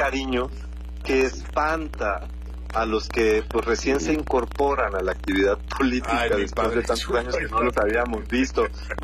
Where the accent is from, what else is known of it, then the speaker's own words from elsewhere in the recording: Acapulco, Guerrero, Mexico; moved away as an adult; yo no he sido un factor de división en mi pueblo.